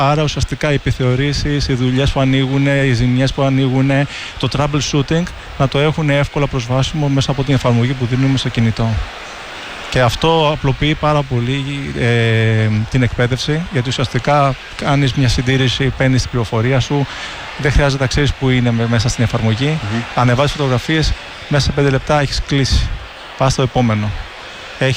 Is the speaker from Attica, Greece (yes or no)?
yes; Athens, Attica, Greece; Είμαι μισό Ισπανός. Είμαι Έλληνας από Αθήνα και μητέρα από Σεβίλη.